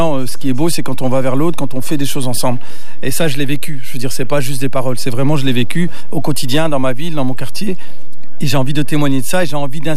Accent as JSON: {"language": "French", "town": "Roubaix", "region": "Hauts-de-France", "country": "France", "tie": "born or raised there", "said": "Parce que moi je suis né, j'ai grandi à Roubaix. Donc à Roubaix, c'est une ville industrielle, une ancienne ville industrielle"}